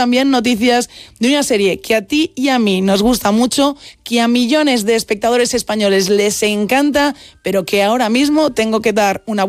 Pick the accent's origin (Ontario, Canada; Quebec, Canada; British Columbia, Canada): British Columbia, Canada; Vancouver; Efectivamente, yo soy muy de Vancouver